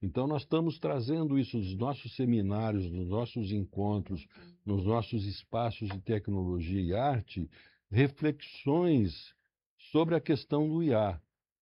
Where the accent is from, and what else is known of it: Brazil